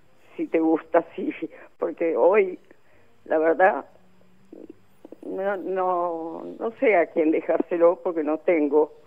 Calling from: Buenos Aires, Argentina; Soy de Saavedra.

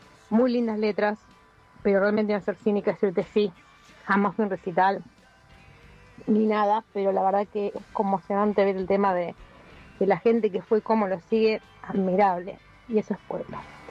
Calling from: Caseros, Buenos Aires Province, Argentina

